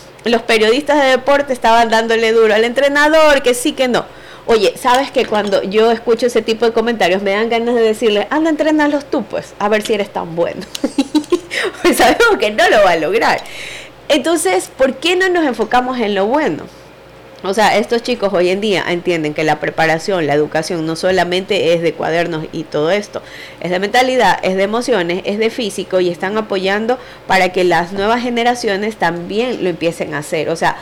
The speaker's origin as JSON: {"language": "Spanish", "country": "Ecuador", "said": "¿de dónde eres? Yo, de Ecuador."}